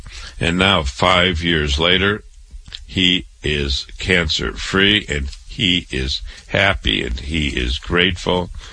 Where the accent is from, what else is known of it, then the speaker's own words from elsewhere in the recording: Waterloo, Iowa, United States; born and raised in Waterloo, Iowa. I went to public schools, university, medical school